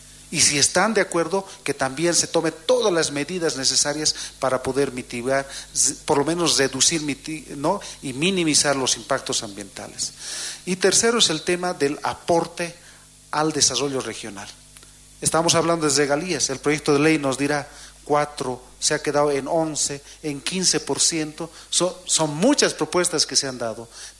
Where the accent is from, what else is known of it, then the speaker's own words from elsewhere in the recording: Oruro, Bolivia; somos nosotros, orureños, los hermanos y hermanas que viven de ahí